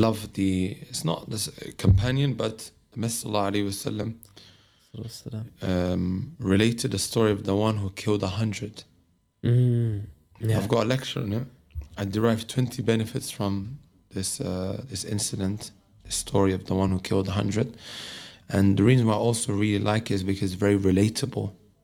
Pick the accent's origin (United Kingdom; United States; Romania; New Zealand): United Kingdom; Leicester, East Midlands; I'm from Leicester, but I come visit her from time to time.